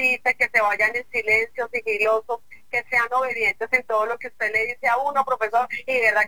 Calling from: Bogotá, Colombia; De aquí de Bogotá, barrio Guacamaya.

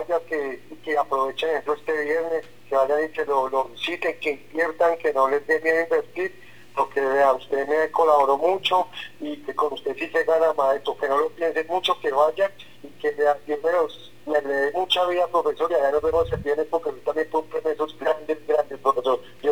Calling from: Soracá, Boyacá, Colombia; Lo llamo de Soracabo, Yacá, profe. Yo soy paciente suyo de Tunja.

